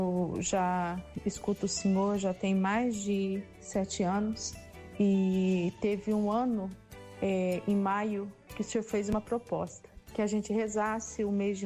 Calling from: Varginha, Minas Gerais, Brazil; eu falo de Varginha, Minas Gerais.

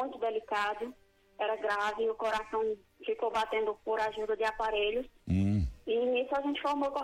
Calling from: Petrolina, Pernambuco, Brazil; Falo de Petrolina, Pernambuco

